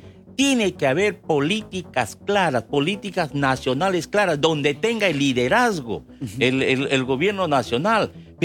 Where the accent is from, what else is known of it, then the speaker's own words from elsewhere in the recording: Peru; Y hemos tenido que soportar como peruanos.